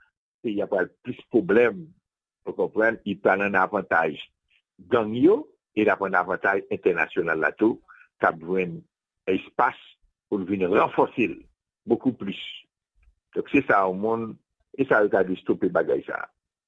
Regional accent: Haiti

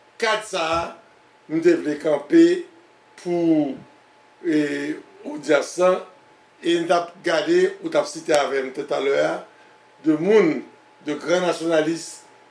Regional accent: Haiti; Nous sommes jeunes d'Haïti, nous sommes jeunes petits garçons. C'est la première fois que nous avons un livre a sorti dans le pays d'Haïti.

